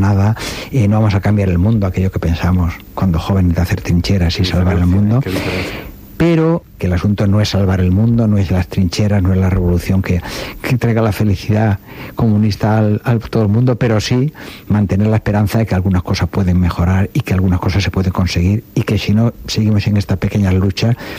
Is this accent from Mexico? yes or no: no; Balearic Islands, Spain; algo que no valoramos hasta que nos salimos de España y nos salimos de Mallorca.